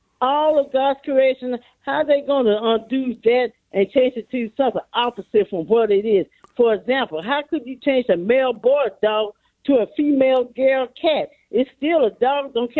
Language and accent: English; Pine Bluff, Arkansas, United States; That's my hometown.